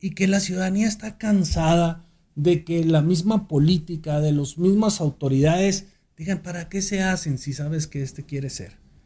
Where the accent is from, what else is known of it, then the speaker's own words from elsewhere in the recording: Chihuahua, Mexico; Siempre es un gusto estar aquí en mi tierra, en Chihuahua